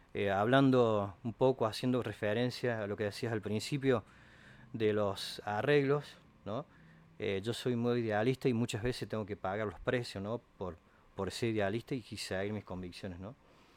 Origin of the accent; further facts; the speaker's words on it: Alta Gracia, Córdoba, Argentina; Nací acá, por supuesto, en Altagracia. Mis abuelos, mis bisabuelos, bueno, nosotros somos ascendientes indígenas.